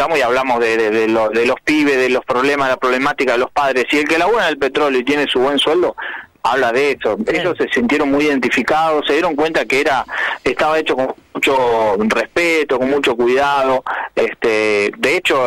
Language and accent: Spanish; Cinco Saltos, Río Negro, Argentina; mi vida, mi infancia, mi crianza acá en Cinco Saltos con los abuelos, la escuela primaria de aquella época, el bullying de aquella época, criado por mis abuelos, mi abuelo peón rural, así que de chacra me conozco todo